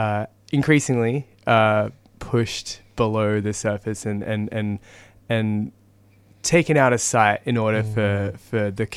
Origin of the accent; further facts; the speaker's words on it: Sydney, New South Wales, Australia; I'm from Sydney, Gadigal country, Wangal country, and I make music of a few different kinds, mostly electronic music.